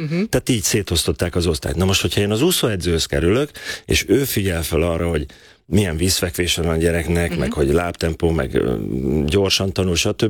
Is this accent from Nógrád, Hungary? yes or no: no; Szeged, Csongrád-Csanád, Hungary; Igen, én törzsgyökeres szegedi vagyok, én mindig is szegedinek fogom magam vallani, ott van az alma máterem, ott jártam ki az iskoláimat, gimnáziumig.